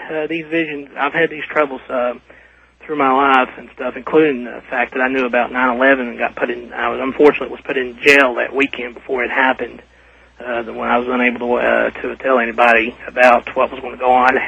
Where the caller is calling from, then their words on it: Louisa, Kentucky, United States; I'm calling from Louisa, Kentucky.